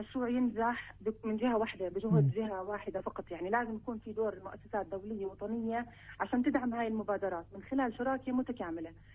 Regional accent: Palestine; إحنا بالنسبة كفلسطينيين

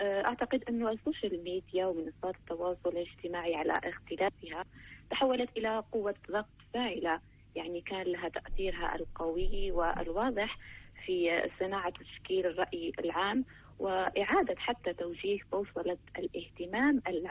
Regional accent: Algeria; أنا كإعلامية جزائرية

